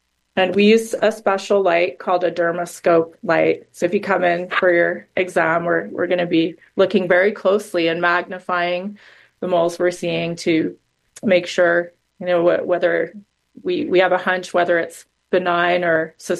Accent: United States; moved away as an adult; now in Utah, United States; I come from New York, New Jersey area.

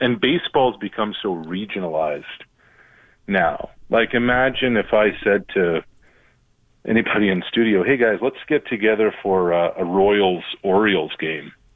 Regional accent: Truro, Nova Scotia, Canada; moved away; Turo, Nova Scotia, my hometown.

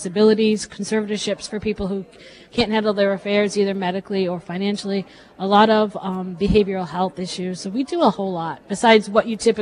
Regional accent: Putnam, United States; I grew up in Putnam.

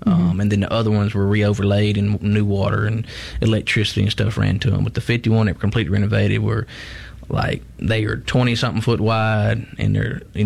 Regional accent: Morton, Mississippi, United States; I'm from Morton, grew up going to Roosevelt.

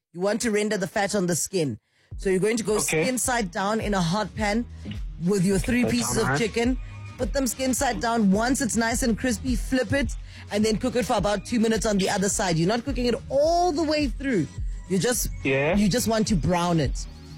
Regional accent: Soweto, Gauteng, South Africa; I'm from Naledi

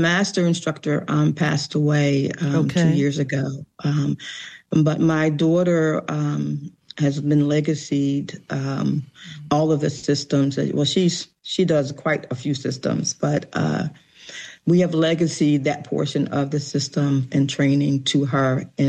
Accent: Philadelphia, Pennsylvania, United States; I am born and raised in Philadelphia.

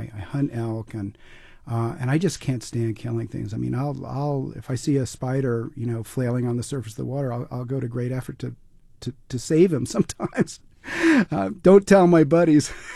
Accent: New York, United States; So I grew up in Brooklyn Heights, which is You know, it's a genteel neighborhood above the piers, right across from the financial district in Brooklyn.

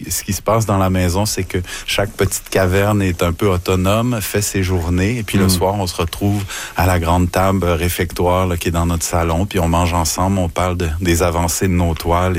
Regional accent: Montreal, Quebec, Canada; c'est ce qui nous a frappé quand on est arrivé de la Grand-Ville, parce qu'on était des Montréalais.

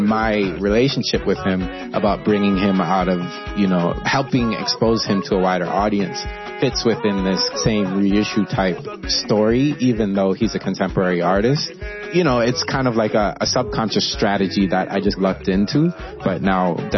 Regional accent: United States; Obviously, I'm born and raised in America. I'm of mixed race back in Sierra Leone.

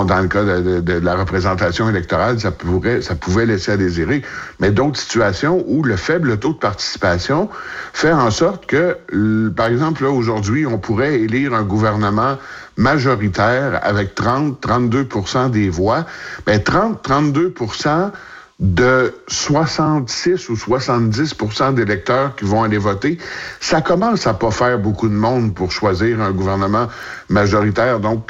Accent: Quebec, Canada; chez nous au Québec

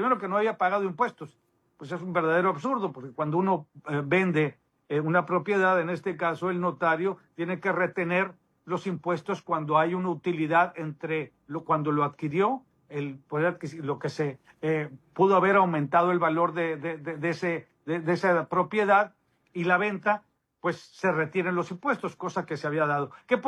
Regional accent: Mexico; ¿Por qué está limitando los derechos que tenemos como mexicanos de poder tener dos o tres nacionalidades y aún así poder participar políticamente?

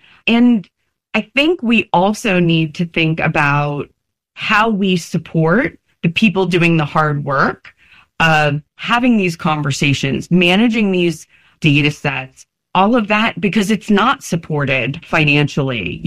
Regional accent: New Jersey, United States; as they used to say, where I grew up in New Jersey, we know where the bodies are buried.

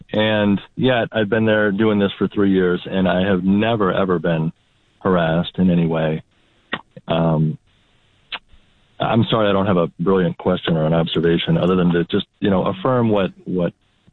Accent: Pittsburgh, Pennsylvania, United States; now in Rochester, United States; I grew up in Pittsburgh, and I stick out like a sore thumb.

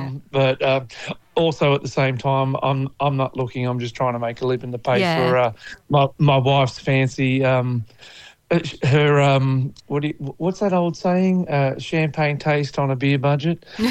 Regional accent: Newcastle, New South Wales, Australia; moved away as an adult; also born or lived in Europe; now in Nashville, United States; I'm a proud Novocastrian. Grew up in Newcastle. … comes from the street that I grew up in, Katara South. I ended up in Europe for a few years

